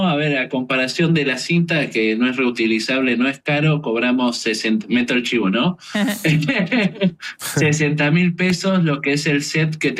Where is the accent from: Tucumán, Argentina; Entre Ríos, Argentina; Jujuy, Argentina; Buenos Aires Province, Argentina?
Buenos Aires Province, Argentina; Mar del Plata; somos dos pibes de Mar del Plata y no somos más que nadie